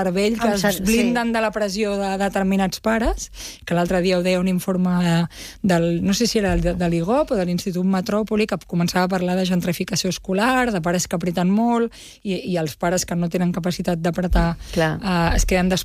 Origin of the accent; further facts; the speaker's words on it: Catalonia, Spain; Jo soc de Sant Martí